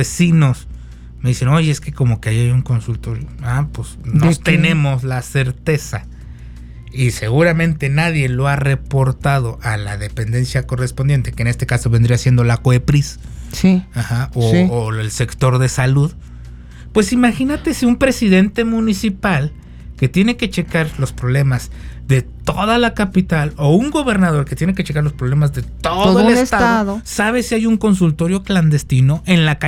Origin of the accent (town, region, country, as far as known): Mexico